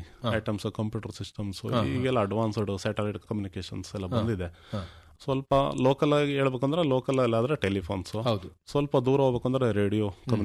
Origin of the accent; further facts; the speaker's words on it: Hassan, Karnataka, India; ನಮ್ಮ ಹಾಸನ ರೈತರಿಗೆಲ್ಲ ಗೊತ್ತಾಯಿದೆ